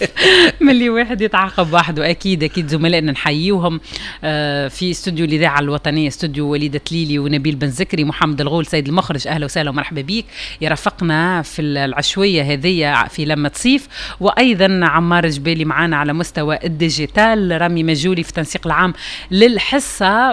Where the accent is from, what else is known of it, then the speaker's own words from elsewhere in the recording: Tunisia; لهجات تونسية محلاها ومحلاها لهجتنا التونسية.